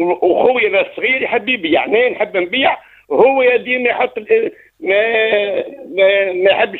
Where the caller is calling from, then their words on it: Jendouba, Jendouba Governorate, Tunisia; من جندوبة